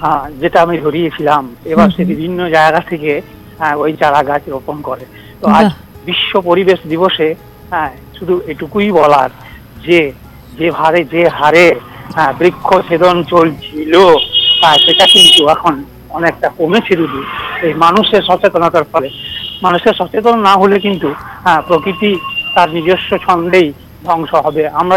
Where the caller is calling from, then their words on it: Dubrajpur, West Bengal, India; আমি পশ্চিমবঙ্গের বীরভূম জেলার ডুবরাজপুর থেকে … কথা বলছি।